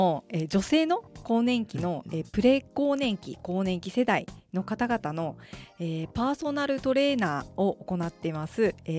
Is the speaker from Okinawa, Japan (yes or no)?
yes; Ginowan, Okinawa, Japan; now in Nago, Japan; 出身は、宜野湾市。